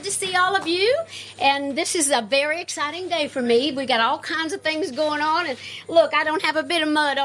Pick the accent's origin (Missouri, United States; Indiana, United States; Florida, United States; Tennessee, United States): Tennessee, United States; I grew up in the mud. My daddy was a farmer. I grew up in East Tennessee over in America, so that was how we made our living on a farm.